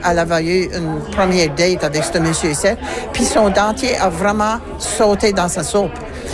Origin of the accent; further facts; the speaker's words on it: Baie-Sainte-Marie, Nova Scotia, Canada; Ben, moi, je viens de Baie-Sainte-Marie.